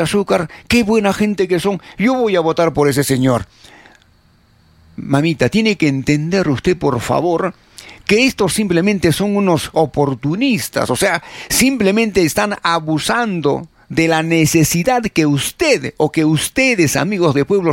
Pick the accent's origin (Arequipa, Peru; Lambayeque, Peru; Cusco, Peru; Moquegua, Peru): Arequipa, Peru; ¿Qué cosas somos los arequipeños?